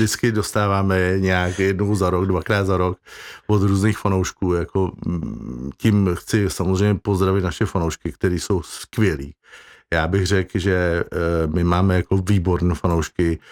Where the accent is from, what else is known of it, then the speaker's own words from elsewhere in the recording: Plzeň, Plzeň Region, Czechia; můj soused, přímý soused, kde jsem vyrůstal v Berlíně na Lochodině, tak byl kytarista Pepa Udlich.